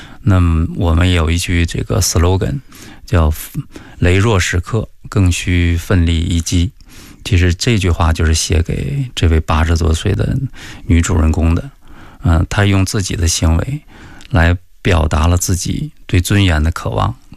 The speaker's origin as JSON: {"language": "Chinese", "town": "Qiqihar", "region": "Heilongjiang", "country": "China", "tie": "born or raised there", "said": "我在小的时候是跟父亲在文化宫长大的，我们齐齐哈尔有工人文化宫，"}